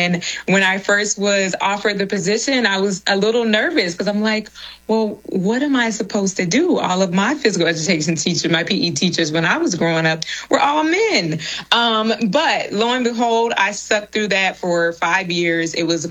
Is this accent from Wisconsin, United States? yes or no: no; Jacksonville, Florida, United States; moved away as an adult; now in Orlando, United States; I am originally from Jacksonville, Florida. So go Jags. I currently reside in the Orlando area. I moved here to attend the University of Central Florida